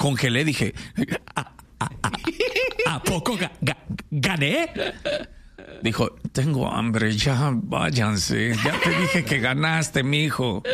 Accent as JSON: {"language": "Spanish", "country": "Mexico", "said": "Le dije, thank you, your honor. I am American. Y ya salí de ahí y le dije, soy mexicano a la vez."}